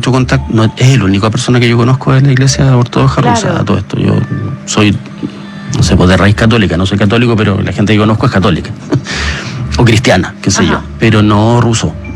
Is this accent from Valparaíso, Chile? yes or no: no; Magallanes, Chile; como yo soy de Magallanes